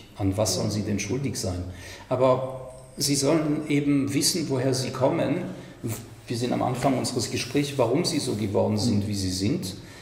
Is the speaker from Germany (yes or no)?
no; France; Ich komme aus Frankreich